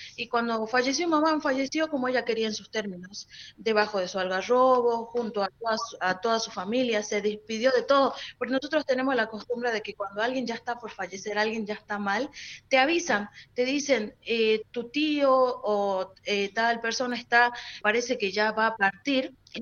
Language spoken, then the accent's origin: Spanish; Argentina; somos originarios de acá, que estamos antes de la constitución del Estado Nacional.